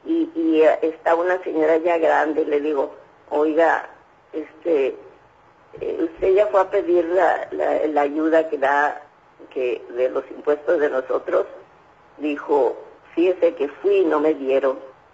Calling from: Mexico; nosotros, que somos mexicanos

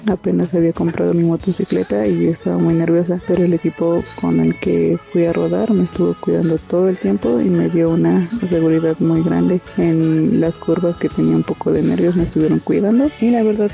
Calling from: Puebla, Mexico; te escucho desde Bosques de San Sebastián.

